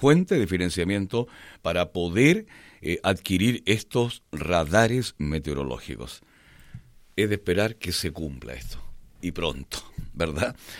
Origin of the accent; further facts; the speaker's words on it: Chile; nos interesa a nosotros como chilenos